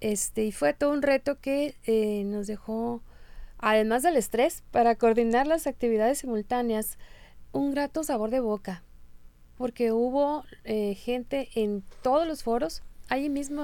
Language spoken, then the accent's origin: Spanish; Navojoa, Sonora, Mexico; Muy contenta de estar aquí y llegar a mi gente del sur del estado, porque es de saber que soy de Navojoa.